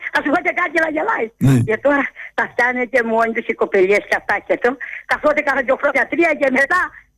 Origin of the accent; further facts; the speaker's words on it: Peloponnese, Greece; born there; moved away; Στα Νεμοδούρη απ' έξω, στη Μεγαλόπολη απ' έξω